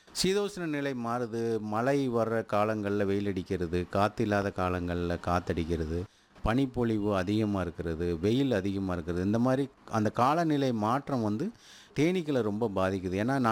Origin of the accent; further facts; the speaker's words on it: Sawyerpuram, Tamil Nadu, India; now in Coimbatore, India; நான் பிறந்து வளர்ந்தது எல்லாமே தூத்துக்குடி மாவட்டம், அங்கே சாயர்புரம்னு ஒரு இடத்துல.